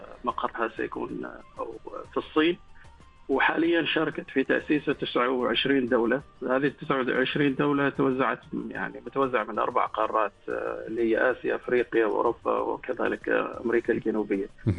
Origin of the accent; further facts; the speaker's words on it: Oman; عندنا في سلطنة عمان